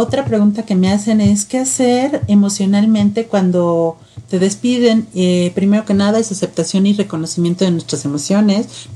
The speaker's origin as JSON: {"language": "Spanish", "country": "Mexico", "said": "Sobre todo cuando somos mexicanos, que nuestras preocupaciones y emociones es a través de la comida, ¿no?"}